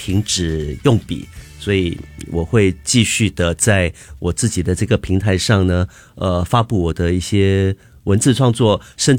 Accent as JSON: {"language": "Chinese", "country": "Singapore", "said": "可是你说我们新加坡人的华语的水平有到了什么地方呢？我们的华语水平不到半桶水、嗯、我们的英语可能也不到半桶水。"}